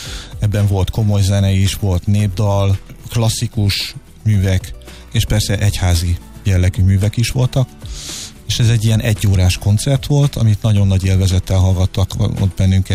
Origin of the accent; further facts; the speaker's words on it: Hungary; de azért csak itt élünk Magyarországon, magyarok vagyunk, mi is ugyanúgy.